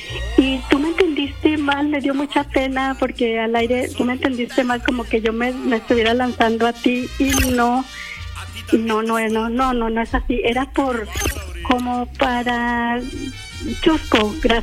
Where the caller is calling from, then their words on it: Guadalupe, Nuevo León, Mexico; yo soy de Guadalupe.